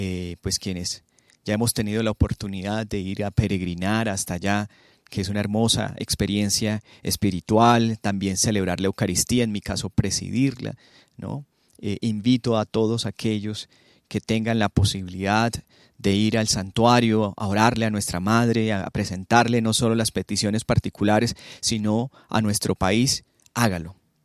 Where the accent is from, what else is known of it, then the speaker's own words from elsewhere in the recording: Colombia; cuando escuchemos todos nosotros como colombianos al Señor, Colombia será siempre una nación grande